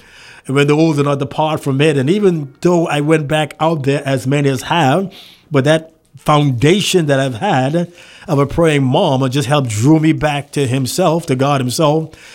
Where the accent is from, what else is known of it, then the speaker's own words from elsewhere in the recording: Minneapolis, Minnesota, United States; I remember growing up in Minneapolis